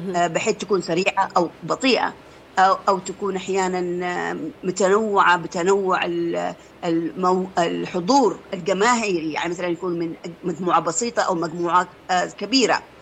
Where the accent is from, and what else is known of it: Yemen